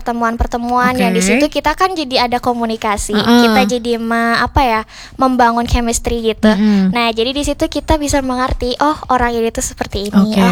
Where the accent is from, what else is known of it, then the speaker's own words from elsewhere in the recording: Central Java, Indonesia; now in Bandung, Indonesia; aku dari Jawa Tengah jauh-jauh ke Bandung.